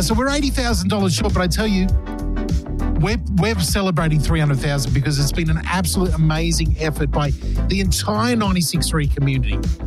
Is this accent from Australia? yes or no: yes; Australia; I'm so Australian.